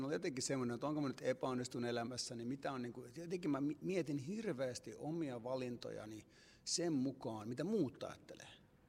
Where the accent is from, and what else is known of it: Cyprus